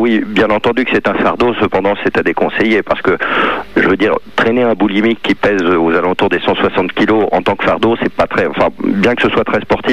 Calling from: Pithiviers, Centre-Val de Loire, France; Moi j'appelle de Pithiviers

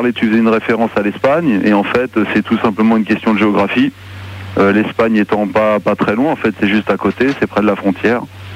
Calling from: Arles, Provence-Alpes-Côte d'Azur, France; j'habite à Arles, tu sais, en Camargue.

